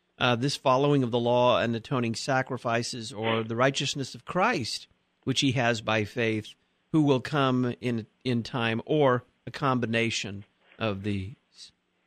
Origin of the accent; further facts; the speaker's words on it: Texas, United States; Texas, my home state.